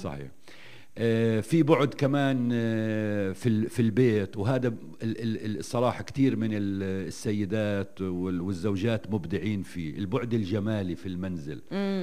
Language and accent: Arabic; Nablus, West Bank, Palestine; عندنا في نابلس